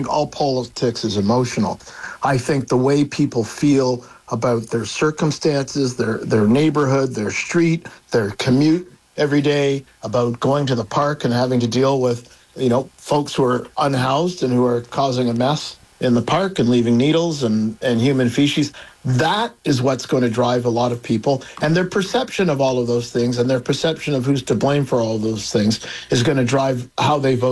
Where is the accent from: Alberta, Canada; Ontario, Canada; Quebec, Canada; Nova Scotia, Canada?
Ontario, Canada; Toronto; growing up in Toronto